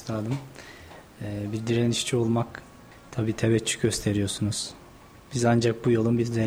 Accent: Kahramanmaraş, Turkey; moved away as an adult; now in Ankara, Turkey; Kahramanmaraş doğumluyum. İlk orta lise eğitimi Kahramanmaraş'ta tamamladım. Ankara Üniversitesi Hukuk Fakültesinden 2019 yılında mezunum. Daha sonra mezuniyet sonrasında avukatlık stajının bir parçası olarak İngiltere'ye gittim.

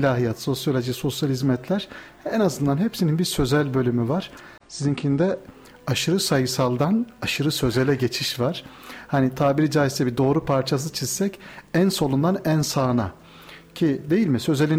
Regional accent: Niğde, Turkey; Şöyle ben Nideliyim. Nevşehir'e çok yakın.

